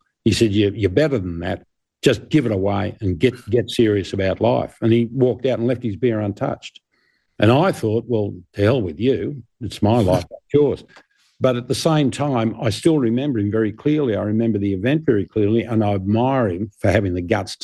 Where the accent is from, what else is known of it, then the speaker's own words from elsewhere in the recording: Albury, New South Wales, Australia; I went back to my hometown of Albury, got married, working in pubs.